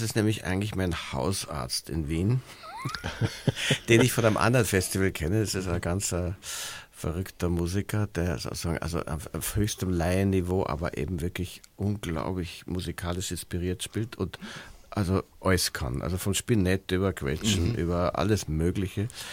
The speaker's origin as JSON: {"language": "German", "region": "Bavaria", "country": "Germany", "tie": "born or raised there", "said": "also ich bin groß geworden in der Gegend von München."}